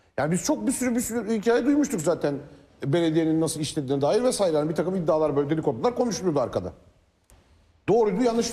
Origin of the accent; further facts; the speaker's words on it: Ankara, Turkey; Bir Ankaralı olarak özellikle.